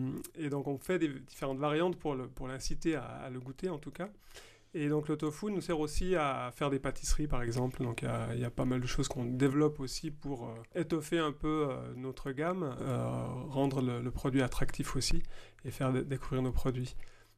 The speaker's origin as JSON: {"language": "French", "country": "Switzerland", "said": "Moi, je suis de Suisse, donc j'ai suivi le mouvement, on peut dire comme ça."}